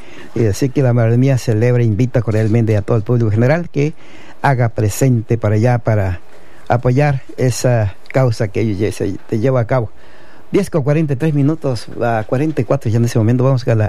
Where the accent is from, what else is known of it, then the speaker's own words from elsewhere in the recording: Mixteca, Mexico; Sí, esa es la tradicional música de nuestro, allá de mi pueblo y mucha, mucha región de, bueno, muchos pueblos de la Mixteca igual